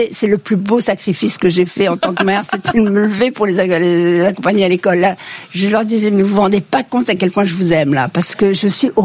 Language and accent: French; Casablanca, Casablanca-Settat, Morocco; moved away; Et moi, je suis née au Maroc, vous savez.